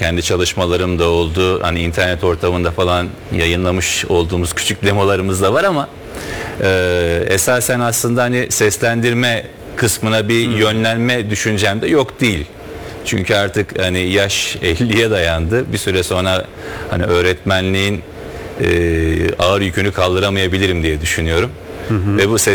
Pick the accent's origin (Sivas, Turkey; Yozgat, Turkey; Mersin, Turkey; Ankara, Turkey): Mersin, Turkey; born there; now in Istanbul, Turkey; 77 Mersin doğumluyum.